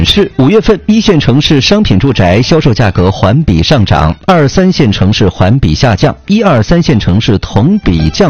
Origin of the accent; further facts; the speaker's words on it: Northeast China, China; 用我们东北话叫磨蹭